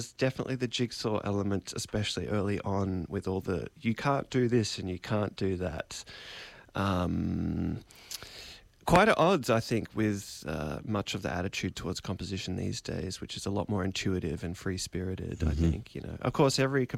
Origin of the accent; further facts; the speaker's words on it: Melbourne, Victoria, Australia; moved away as an adult; now in United States; I'm from Melbourne, more mm-hmm. or less.